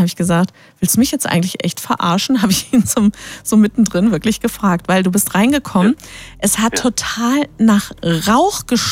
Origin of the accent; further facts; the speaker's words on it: Speyer, Rhineland-Palatinate, Germany; Ich komme ja aus Speyer und ich habe da auch so eine Geschichte zu erzählen, das war echt der Knaller.